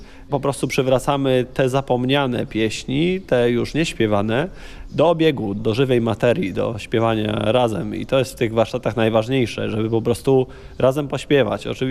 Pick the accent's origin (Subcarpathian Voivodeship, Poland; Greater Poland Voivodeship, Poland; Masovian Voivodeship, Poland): Greater Poland Voivodeship, Poland; z tej części Wielkopolski, z której ja pochodzę, a pochodzę z pogranicza regionu Kozła i regionu występowania dud typu bukowsko-kościańskiego